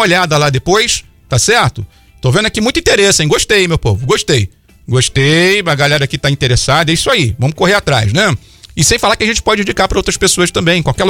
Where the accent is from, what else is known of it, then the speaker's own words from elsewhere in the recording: Goiás, Brazil; Nem eu, que sou goiano, gosto de piqui. E olha que na minha fazenda no Goiás tem uns 1000 pés de piqui.